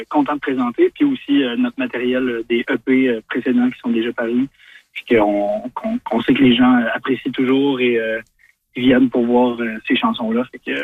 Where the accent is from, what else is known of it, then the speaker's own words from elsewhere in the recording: Gaspé, Quebec, Canada; Et pour les gens de l'Est du Québec, on vient de Gaspé